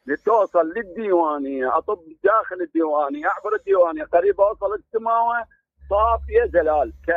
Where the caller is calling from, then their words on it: Karbala, Karbala Governorate, Iraq; عندنا بكربلاء